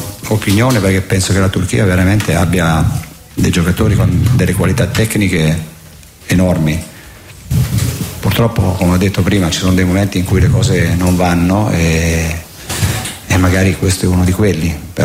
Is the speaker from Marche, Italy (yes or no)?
no; Bologna, Emilia-Romagna, Italy; No, ma guarda, io sono cresciuto a Bologna, quindi mi hanno cresciuto che ero un bambino, quindi io amo Bologna e bolognese.